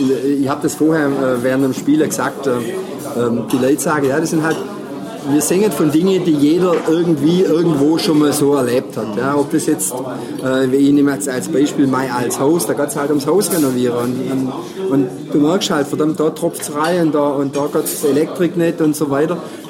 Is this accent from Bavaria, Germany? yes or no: no; Baden-Württemberg, Germany; accent: Swabian; Also, und für mich war Schwäbisch immer meine Identität, meine Heimat.